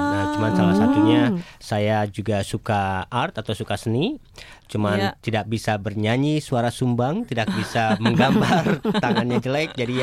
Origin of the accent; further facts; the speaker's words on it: Cirebon, West Java, Indonesia; moved away as an adult; also born or lived in Bali; now in Brisbane, Australia; Saya Jawa Barat dari Cirebon.